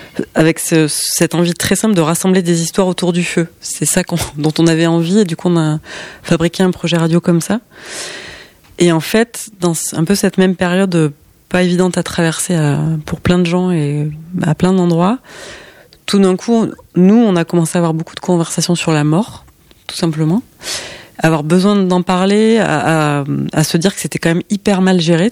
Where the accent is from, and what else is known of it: Occitanie, France